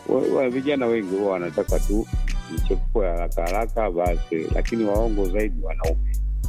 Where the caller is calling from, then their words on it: Tanzania; napatikana maeneo ya Mtwevila.